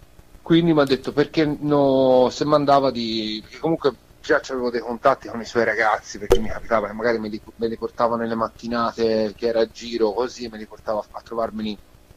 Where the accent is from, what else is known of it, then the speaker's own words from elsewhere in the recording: Montemurlo, Tuscany, Italy; io sono di Prato, nello specifico Montemurlo, e appunto sono capitato, tra virgolette, in questo contesto per vicissitudini appunto di eventi.